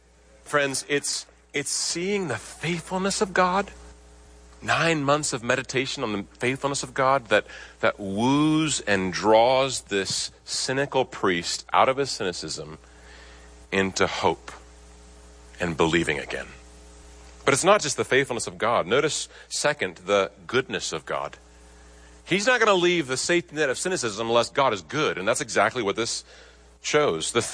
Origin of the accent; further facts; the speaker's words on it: Nebraska, United States; You city folk might not know this, but I grew up in Nebraska, and my grandpa raised cattle, and we would often go out in the morning and check on the cattle.